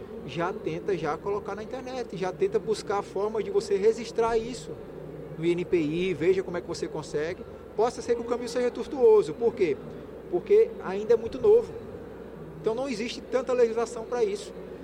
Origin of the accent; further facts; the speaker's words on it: Northeast Region, Brazil; Como nordestino, eu sou sempre muito bem recebido em todo o Nordeste.